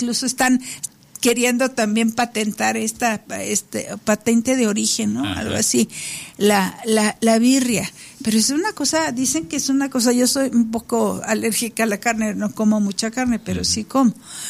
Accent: Mexico; born there; los mexicanos que nacimos en esta tierra

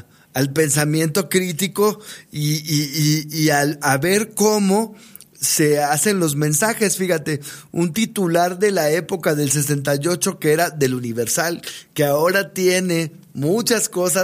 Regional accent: Mexico

